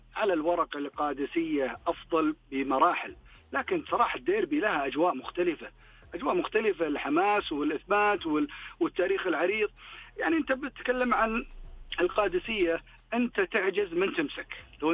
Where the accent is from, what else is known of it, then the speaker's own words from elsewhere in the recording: Saudi Arabia; إحنا كسعوديين